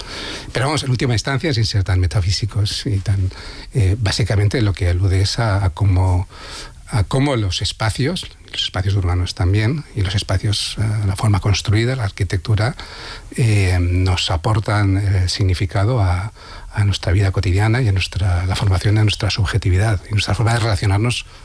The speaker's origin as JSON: {"language": "Spanish", "region": "Valencian Community", "country": "Spain", "said": "sí, soy valenciano, o sea, conozco de cerca lo que es la especulación"}